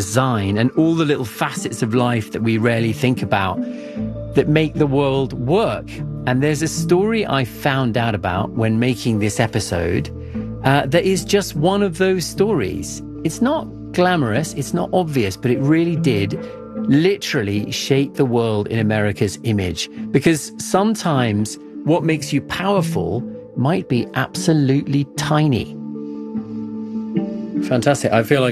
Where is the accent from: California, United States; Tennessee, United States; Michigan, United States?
Michigan, United States; Detroit; born there; I am actually American in spite of my accent, which makes me sound very British. I was born in Detroit and I've lived a lot of my life outside of the US